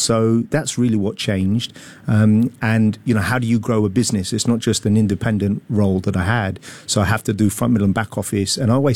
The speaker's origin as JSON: {"language": "English", "region": "London", "country": "United Kingdom", "moved": "as an adult", "lives_now": "Singapore", "said": "It wasn't Australia. It was actually from London. I think London, people mistake my accent."}